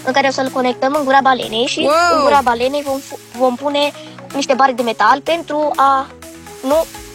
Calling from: Bucharest, Romania; din București

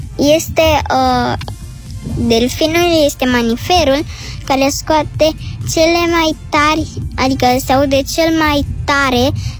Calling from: Bucharest, Romania; din București și am 8 ani și 8 luni

